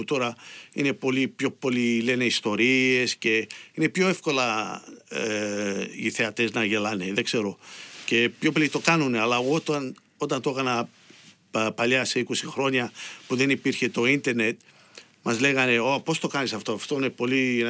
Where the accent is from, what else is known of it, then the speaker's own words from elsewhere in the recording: Melbourne, Victoria, Australia; ο πατέρας μου είναι από τη Κεφαλονιά και εγώ είμαι από το Brunswick.